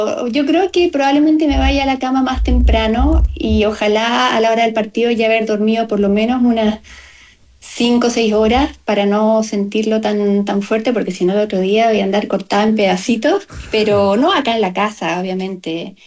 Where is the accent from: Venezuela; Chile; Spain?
Chile; moved away; las cosas ya no estaban bien cuando yo me fui de Chile